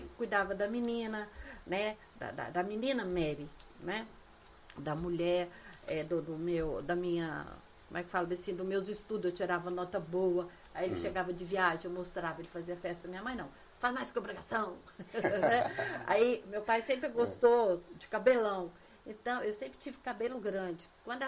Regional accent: Minas Gerais, Brazil; also born or lived in Vitória; Quando a gente morava uma época em Vitória, eu sou de Minas, né?

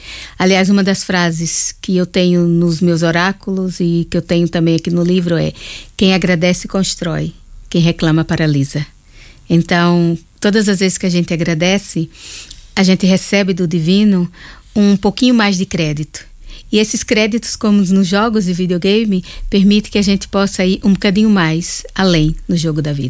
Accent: Ipirá, Bahia, Brazil; now in Portugal; Um abraço à minha cidade querida, que chama-se Ipirá, no nordeste do Brasil, no interior da Bahia, uma cidade pequenina, mas muito calorosa. Então, um beijo grande à minha terra amada, chamada Ipirá.

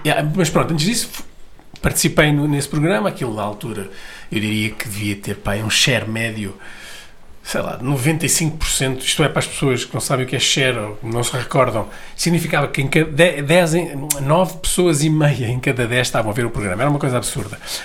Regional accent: Brazil; Eu sou brasileiro, na realidade. Aí tem que falar, né? Cara aí, brasileiro.

